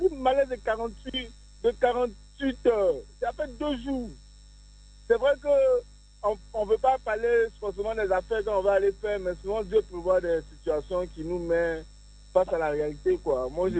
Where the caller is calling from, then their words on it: Abidjan, Côte d’Ivoire; Yopougon.